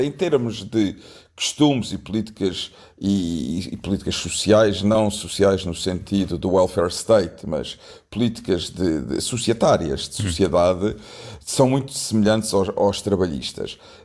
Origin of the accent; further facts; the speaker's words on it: Portugal; now in United Kingdom; eu sou imigrante no Reino Unido, não sou outra coisa, sou imigrante. Sou português, graças a Deus, nem deixarei de ser, mas sou imigrante no Reino Unido.